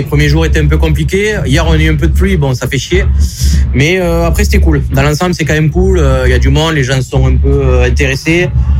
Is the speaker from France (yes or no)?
yes; Mudaison, Occitanie, France; Moi, je suis à côté, je suis de Mudaison, donc les mecs de Moguio qui font beaucoup de trimmers et tout ça.